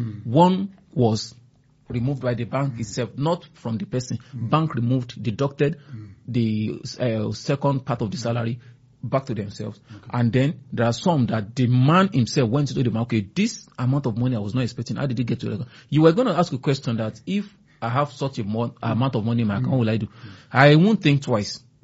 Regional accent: Nigeria

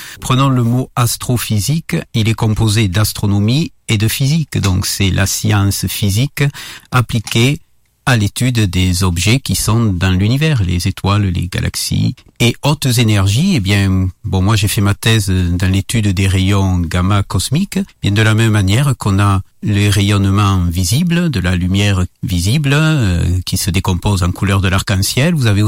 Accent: Southern France, France; accent: southern French; à Montpellier, dans le sud de la France, comme peut-être nos auditeurs l'ont remarqué, vu mon accent.

